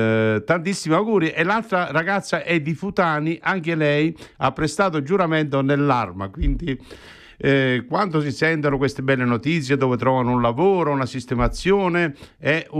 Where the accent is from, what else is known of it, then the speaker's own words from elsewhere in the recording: Campania, Italy; io sono del Cilento, molti di voi lo sanno, in provincia di Salerno